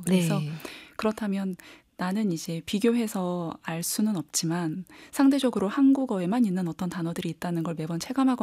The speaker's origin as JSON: {"language": "Korean", "country": "South Korea", "tie": "born there", "first_language": "Korean", "said": "내가 이 땅에서 태어난 존재로서"}